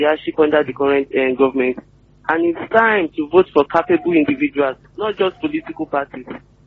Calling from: Alaka, Nigeria; Yes, I was calling from Alaka.

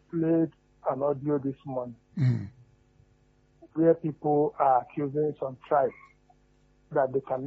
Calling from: Olugbo, Nigeria; I'm calling you from Olugbo.

